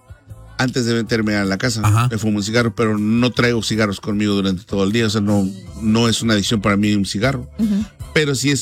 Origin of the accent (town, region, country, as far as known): Mexico